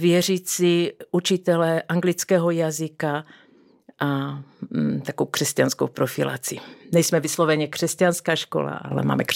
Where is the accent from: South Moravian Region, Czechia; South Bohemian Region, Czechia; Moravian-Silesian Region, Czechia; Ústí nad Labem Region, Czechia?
Moravian-Silesian Region, Czechia; Bystřice; Vyrůstala jsem v Bystřici, teda v České republice, ale mám polskou základní školu i polské gymnázium.